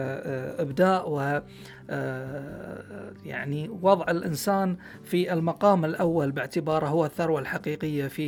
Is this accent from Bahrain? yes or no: yes; Bahrain; لنا كبحرينيين